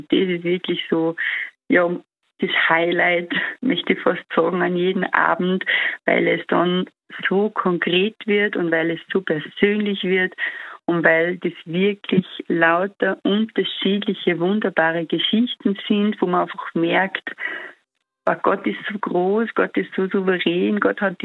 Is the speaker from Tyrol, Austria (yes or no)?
no; Salzburg, Austria